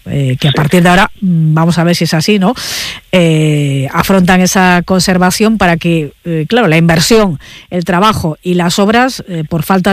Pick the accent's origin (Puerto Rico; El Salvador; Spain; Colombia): Spain; Torrelavega, Cantabria; yo que soy de Torrelavega